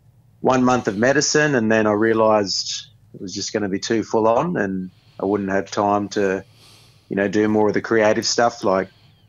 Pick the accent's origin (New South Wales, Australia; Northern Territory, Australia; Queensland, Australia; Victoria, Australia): New South Wales, Australia; Dubbo; also born or lived in Gilgandra / Kingscliff; And myself, I was born in Gilgandra and grew up in Dubbo.